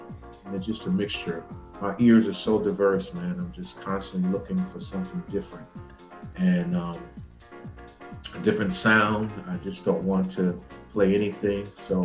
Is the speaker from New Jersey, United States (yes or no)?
yes; Newark, New Jersey, United States; also born or lived in Irvington; When I moved, born and raised in Newark, and then when my mom moved us to Irvington, I was able to meet up with some neighborhood friends who also had an interest in DJing and playing music.